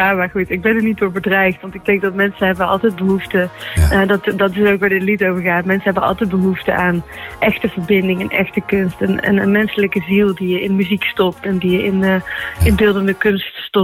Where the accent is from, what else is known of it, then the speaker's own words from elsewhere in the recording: Eindhoven, North Brabant, Netherlands; accent: soft G; Ik woon in Eindhoven. Dan kom ik uit Eindhoven. Dat is wel te horen, ja, inderdaad.